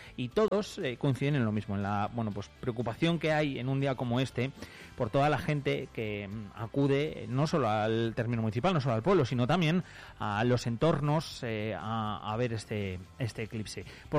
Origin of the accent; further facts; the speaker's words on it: Soria, Castile and León, Spain; los que somos de aquí, los que somos de Soria